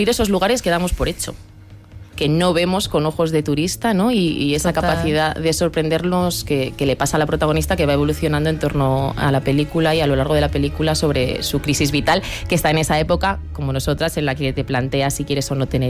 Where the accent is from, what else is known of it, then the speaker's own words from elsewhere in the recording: northern Spain, Spain; now in Madrid, Spain; Ana y yo, que somos de orígenes norteños, y claro, pues se nos nota.